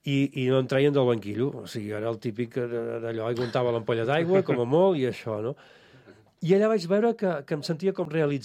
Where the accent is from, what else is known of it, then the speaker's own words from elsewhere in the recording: Hostalets de Balenyà, Catalonia, Spain; es va fundar el centre excursionista del meu poble, d'Hostalets de Balenyà, l'any 84.